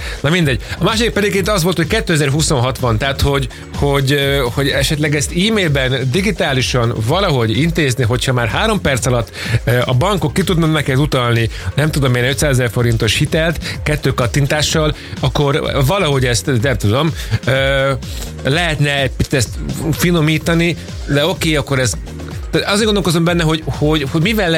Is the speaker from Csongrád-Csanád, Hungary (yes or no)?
no; Balassagyarmat, Nógrád, Hungary; Tehát, hogy én Balassagyarmatiként én Tarjánban nem tudtam időpontot kapni, mert hogy nem rak engem oda.